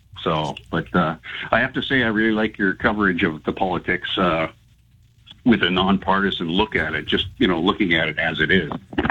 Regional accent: British Columbia, Canada; we have to stand up for ourselves as British Columbians, but as Canadians.

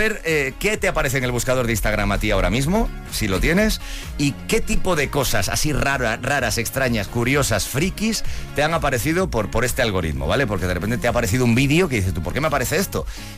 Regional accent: Santiago de Compostela, Galicia, Spain; moved away; Ayer en mi tierra, en Santiago

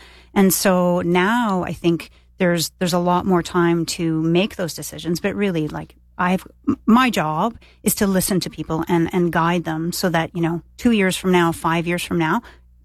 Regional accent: Toronto, Ontario, Canada; now in Stittsville, Canada

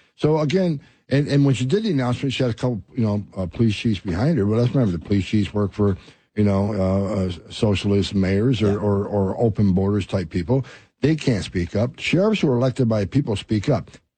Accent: New York, United States; I love New York City. I grew up in New York. I went to college in New York. I was a cop in New York.

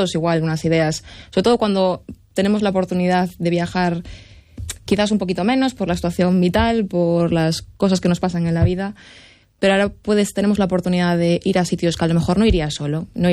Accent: Galicia, Spain; Y creo que como gallegos lo podemos entender.

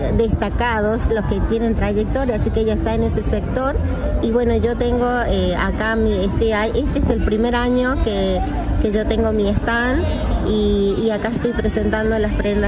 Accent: La Tercena, Catamarca, Argentina; soy artesana textil del departamento Fray Mamerto Esquiuc, precisamente de La Tercena.

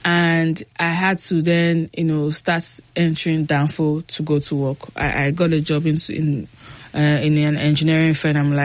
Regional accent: Ibadan, Oyo, Nigeria; Like, I grew up in Ibadan. I wasn't used to that hard life

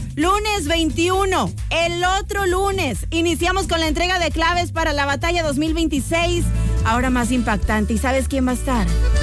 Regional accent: Mexico; Yo bien mexicana. Todo el año somos mexicanos

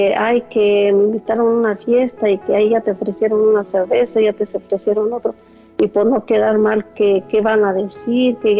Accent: Mexico City, Mexico; born there; yo soy del Estado de México, pero la mayor parte de mi vida viví en el DF

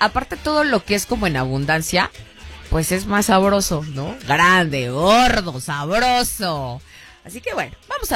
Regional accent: Mexico; así somos los mexicanos

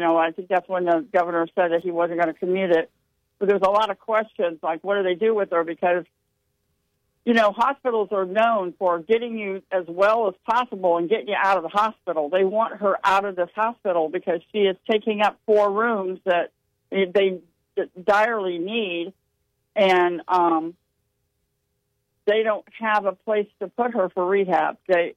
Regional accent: Ohio, United States; born or raised there; now in Nashville, United States

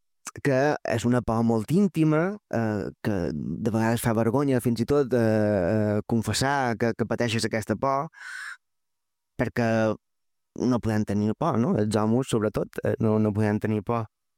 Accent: Menorca, Balearic Islands, Spain; com a autors menorquins

